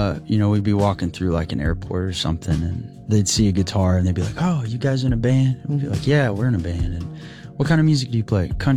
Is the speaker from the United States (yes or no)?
yes; Oklahoma, United States; born and raised in Oklahoma, like it has this inherent country thing to it.